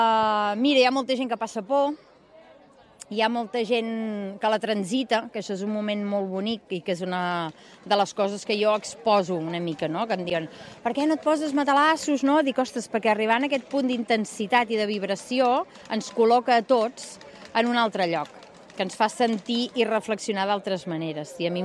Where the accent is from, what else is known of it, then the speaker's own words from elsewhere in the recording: Girona, Catalonia, Spain; also born or lived in Terrassa; De Girona. Sí, jo estic allà vivint i nascuda, bueno, nascuda a Terrassa, però viscuda a Girona molt de temps. I d'allà, però després hem passat per molts i molts llocs.